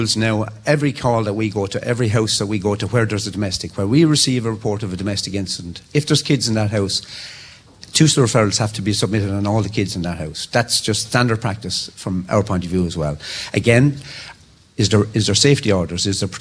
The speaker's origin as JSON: {"language": "English", "country": "Ireland", "said": "being Irish, I'm Irish, we're all Irish"}